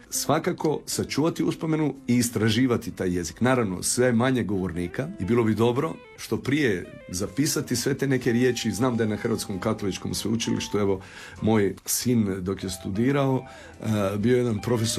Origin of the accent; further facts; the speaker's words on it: Janjevo, Kosovo; moved away; Ja sam rođen u Janjevu i osnovnu školu sam završio u Janjevu.